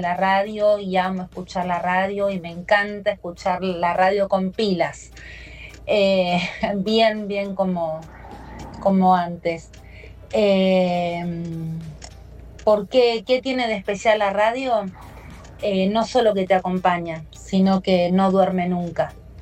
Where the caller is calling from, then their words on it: Buenos Aires, Argentina; de Parque Avellaneda.